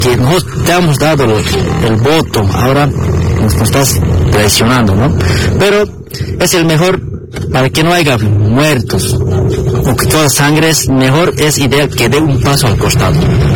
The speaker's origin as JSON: {"language": "Spanish", "country": "Bolivia"}